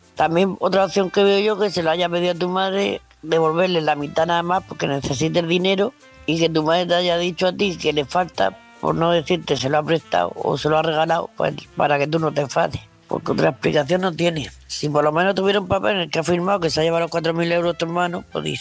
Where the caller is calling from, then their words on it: Murcia, Region of Murcia, Spain; de Murcia